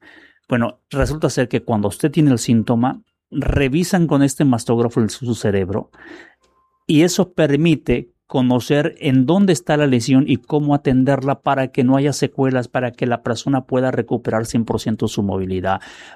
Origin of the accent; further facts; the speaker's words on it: San Buenaventura, Mexico; now in Manzanillo, Mexico; allá en las comunidades en San Buenaventura, allá mi pueblo natal. Me dicen, ¿dónde naciste? En las faldas del cerro de allá en San Buenaventura. Ahí merito. Mi abuela era la partera.